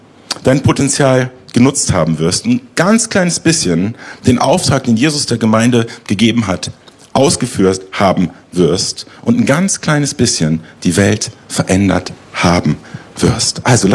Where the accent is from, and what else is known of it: Germany